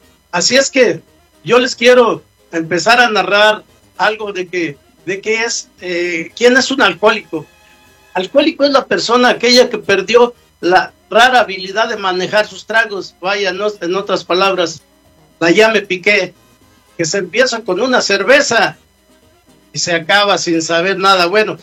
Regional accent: Mexico City, Mexico; now in United States; Nosotros, en este caso yo en lo personal, vengo de la Ciudad de México, aquí a Estados Unidos

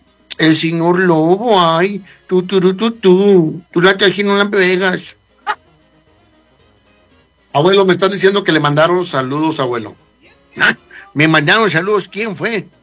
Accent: Cañitas de Felipe Pescador, Zacatecas, Mexico; born there; En Felipe Pescador Cañitas, Zacatecas, ahí nací, ¿eh? Ahí nací

